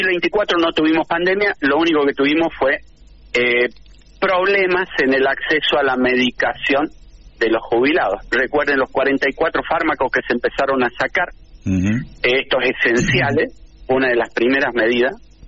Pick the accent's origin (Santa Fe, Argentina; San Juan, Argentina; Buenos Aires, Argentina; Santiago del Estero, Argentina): San Juan, Argentina; born there; now in Córdoba, Argentina; Eso sí, vivo acá, sí. Nací en San Juan y vivo acá en provincia de Córdoba.